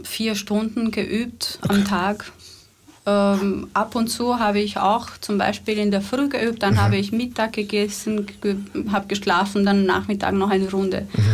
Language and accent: German; Romania; moved away; ich komme aus Rumänien